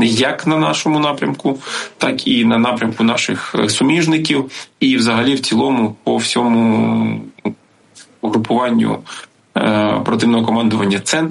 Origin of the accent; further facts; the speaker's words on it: Boryspil, Kyiv Oblast, Ukraine; моє рідне місто Бориспіль, в якому я народився, в якому я провів кращі роки життя.